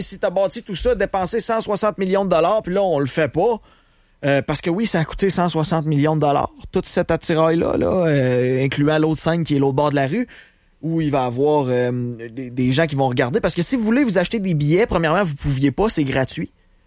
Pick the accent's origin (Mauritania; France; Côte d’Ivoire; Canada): Canada; vu qu'on est des Canadiens, ben, nous autres, on se fait mettre dans...